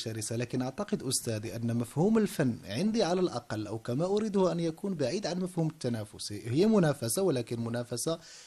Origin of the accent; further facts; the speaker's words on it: Morocco; وأنا ذهبت ألبس لباس مغربي